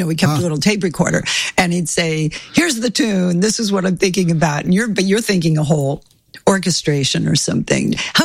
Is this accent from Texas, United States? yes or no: no; Los Angeles, California, United States; I grew up in Los Angeles, so I know all about driving adventures.